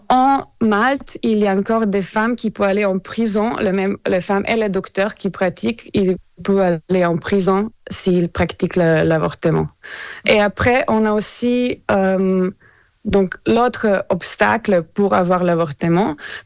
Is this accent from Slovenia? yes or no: yes; Slovenia; chez nous, en Slovénie